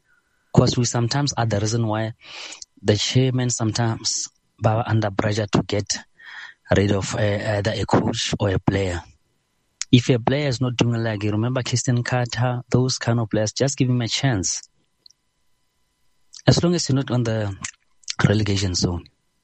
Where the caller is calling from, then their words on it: South Africa; us as South African fans.